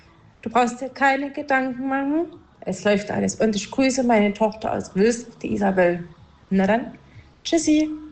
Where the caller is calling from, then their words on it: Freital, Saxony, Germany; Ich komme aus Freital